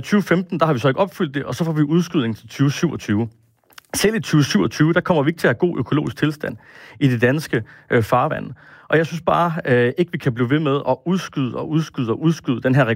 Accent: Aabenraa, Region of Southern Denmark, Denmark; moved away; Jeg kommer selv ned fra Åbenrå og har været vant til at fiske i Åbenrå Fjord hele min barndom.

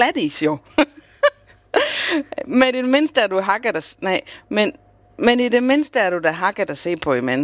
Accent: Bornholm, Capital Region of Denmark, Denmark; Nej, men det hedder vasker på Bornholm, hvor jeg kommer fra.

